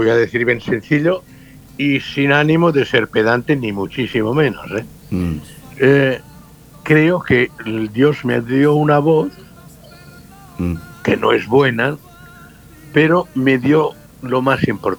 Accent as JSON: {"language": "Spanish", "region": "Catalonia", "country": "Spain", "said": "no soy gallego, soy catalán."}